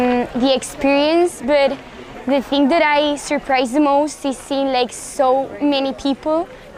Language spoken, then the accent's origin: English; Spain; from Spain and also from Japan.